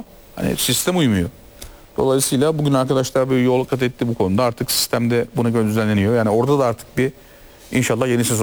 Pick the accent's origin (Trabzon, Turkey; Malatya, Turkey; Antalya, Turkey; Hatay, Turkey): Trabzon, Turkey; Doğal sonucu. Bak doğal sonucu. Benim şehrim öyle bir şehir. Yani bizim insanımız da yani severken de dövüyor, döverken seviyor.